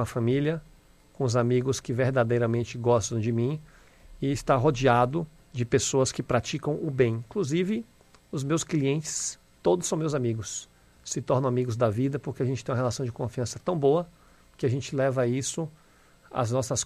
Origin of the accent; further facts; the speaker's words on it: Northeast Region, Brazil; Eu danço em casa com minha filha forró, que eu sou nordestino.